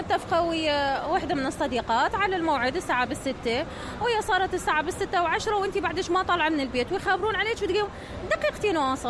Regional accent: Iraq; احنا كعراقيين كمجتمع عراقي

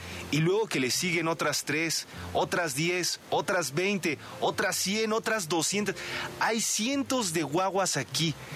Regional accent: Tláhuac, Mexico City, Mexico; En mi ranchito, ahí en mi pueblo, en Tláhuac

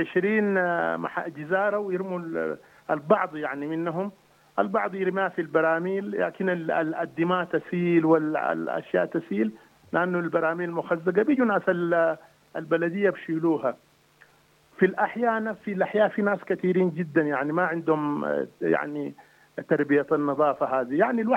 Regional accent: Sudan; عندنا في السودان

